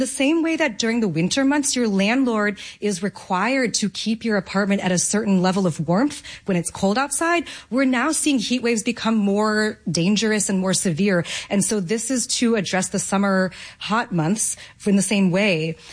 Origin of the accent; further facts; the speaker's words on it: New York City, New York, United States; No, I was just kind of curious as a New Yorker, you know.